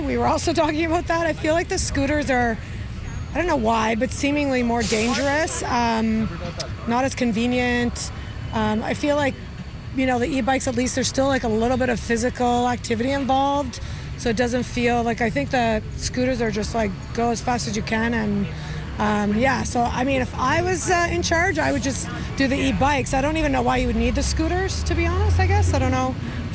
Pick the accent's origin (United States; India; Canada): Canada; Toronto, Ontario; Well, given that we're here from Toronto as tourists, it was amazing.